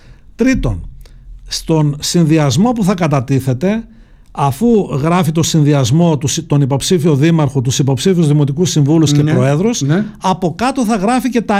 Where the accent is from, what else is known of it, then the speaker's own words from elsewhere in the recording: Nestorio, Western Macedonia, Greece; Τώρα έτυχε να είμαι εγώ από τον Νεστόριο.